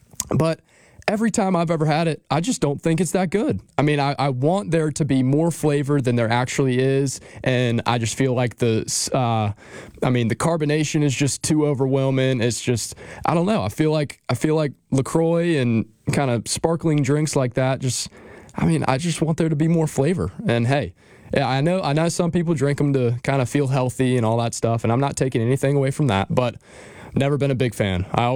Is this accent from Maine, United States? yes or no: no; North Carolina, United States; I've grown up around the beach. I'm from North Carolina, so the North Carolina coast on the East Coast is always beautiful